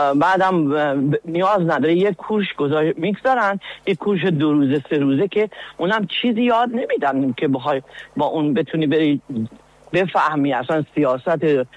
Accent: Iran; now in Sweden; اومده بودم سوئد، بعد از اینکه خب حالا اقامت گرفتیم و کلاس اسی بی رفتیم، اولین کاری که گرفتم، خب چون از ایران اومدم فکر میکردم خب باید اینجا مثل سیاسی باشی

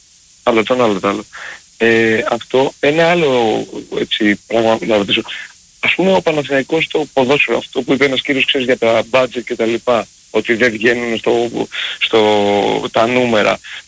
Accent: Argyroupoli, Attica, Greece; είμαι από Αργυρόπολη.

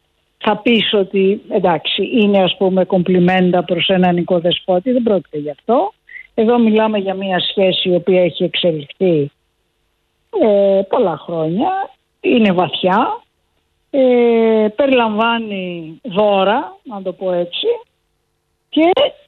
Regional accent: Greece; ως Ελληνίδα ομολογώ ότι δεν αισθάνομαι καλά

